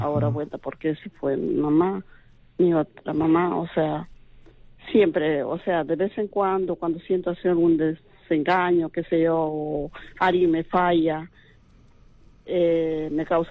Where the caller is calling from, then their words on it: Trujillo, La Libertad, Peru; de Trujillo.